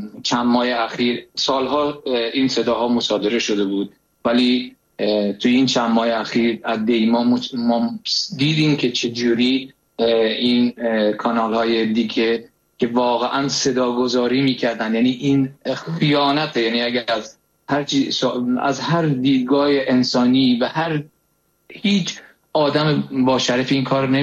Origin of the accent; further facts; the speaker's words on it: Iran; moved away as an adult; چون من خودم در سن 24 سالگی از ایران اومدم بیرون 22 سال پیش